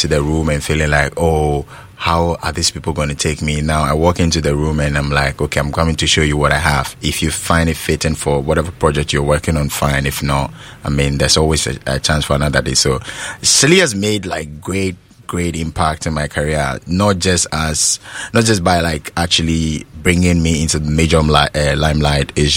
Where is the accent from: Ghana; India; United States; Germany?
Ghana; I'm Ghanaian, and Ghana gave me all the opportunities I could think of.